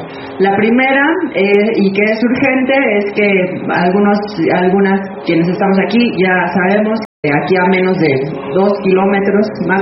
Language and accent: Spanish; Tehuacán, Puebla, Mexico; yo soy de aquí, de Tehuacán, en donde estamos